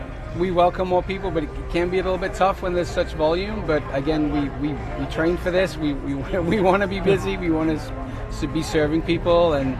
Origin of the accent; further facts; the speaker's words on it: England, United Kingdom; moved away; I'm English. I don't have any French blood in me